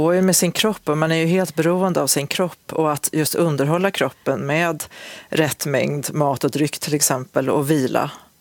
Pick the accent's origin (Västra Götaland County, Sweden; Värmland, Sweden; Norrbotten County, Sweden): Värmland, Sweden; Osebol; Och när jag gick från Karlstad till Osebol där jag växte upp